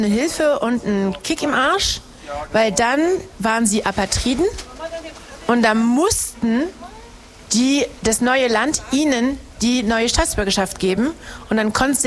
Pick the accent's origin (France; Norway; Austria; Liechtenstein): France; now in Germany; Bin ich halt, nur Französisch und kann nicht wählen in 2 Wochen Sonntag.